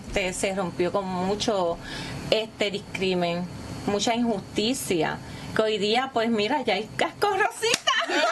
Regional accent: Vega Baja, Puerto Rico; yo de niña, pues, estuve en la Liga Atlética, estuve en las batuteras y pertenecía a la Liga Atlética Policiaca de Puerto Rico, ¿verdad? Vega Baja.

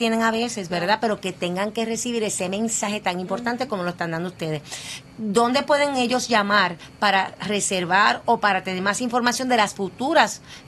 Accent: San Juan, Puerto Rico; also born or lived in Guayama; No, yo nací en Guayama, me crié en Santurce

